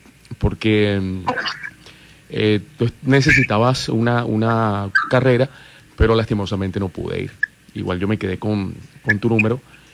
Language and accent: Spanish; Barranquilla, Atlántico, Colombia; Yo soy de aquí de Barranquilla.